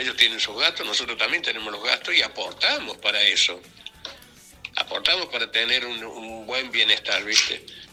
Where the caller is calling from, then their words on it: Argentina; de Barrio Los Mirantes.